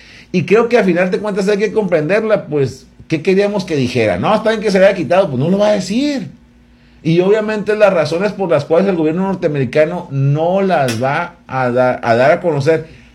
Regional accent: Mexico; yo no me siento agraviado como mexicano

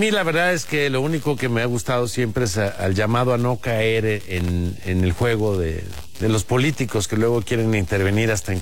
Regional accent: Mexico; entender hoy la independencia como mexicanos también nos obliga a conocer un poco más de nuestra historia

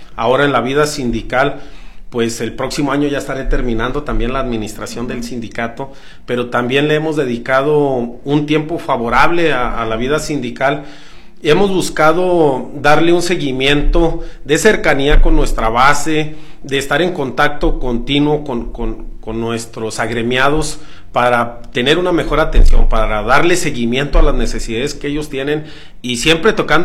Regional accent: Tlahualilo, Durango, Mexico; also born or lived in Gómez Palacio; now in Durango, Mexico; yo soy originario de Tlahualilo

